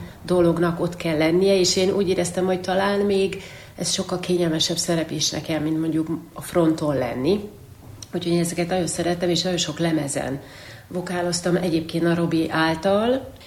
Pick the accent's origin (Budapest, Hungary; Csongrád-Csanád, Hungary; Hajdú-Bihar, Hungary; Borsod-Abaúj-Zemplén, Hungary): Borsod-Abaúj-Zemplén, Hungary; Miskolc; Én alapvetően Miskolcról jöttem, 82-ben születtem, és különösen nem tanultam zenét